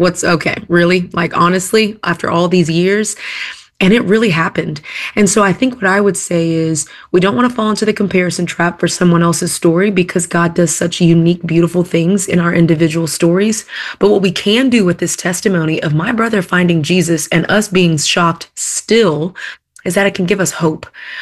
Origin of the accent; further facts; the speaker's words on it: Texas, United States; now in Atlanta, United States; I'm from Texas originally, and I moved to Atlanta, Georgia, maybe 14 years ago.